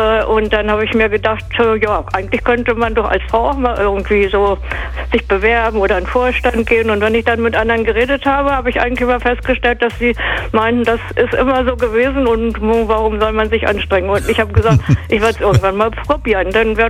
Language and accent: German; Wolfsburg, Lower Saxony, Germany; ich bin in Fallersleben geboren worden, habe eigentlich, sag ich jetzt mal, mich mit diesem Ort hier identifiziert, bin hier aufgewachsen